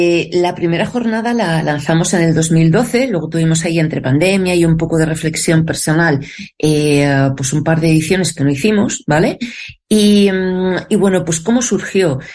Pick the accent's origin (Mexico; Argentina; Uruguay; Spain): Spain; Madrid, Community of Madrid; moved away as an adult; also born or lived in France; Y luego cuando me volví a vivir, porque yo soy de Madrid, ¿no? Pues me volví aquí a vivir